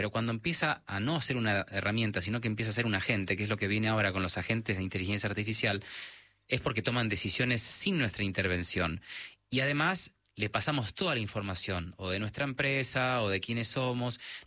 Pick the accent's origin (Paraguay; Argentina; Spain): Argentina; No tengo muy el argentino como que se nota, pero sí afuera se dan cuenta que soy argentino porque tengo algo de acento, ¿no? Pero no es muy marcado.